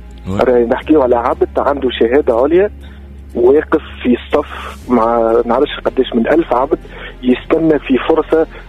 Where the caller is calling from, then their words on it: Tunisia; انا شاب تونسي نعرفش كيما واحد في عمري مثلا 29 سنة